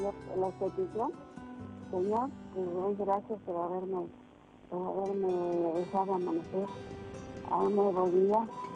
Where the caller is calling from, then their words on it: Querétaro, Mexico; De Querétaro, Querétaro